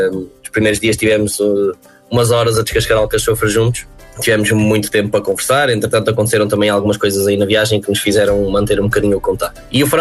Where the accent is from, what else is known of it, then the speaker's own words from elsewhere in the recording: Lajes do Pico, Azores, Portugal; born there; Eu sou lepra, sou picaroto, na certidão de nascimento de Islas do Pico, e sempre foi o local onde eu passei os 3 ou 4 meses de verão com a minha avó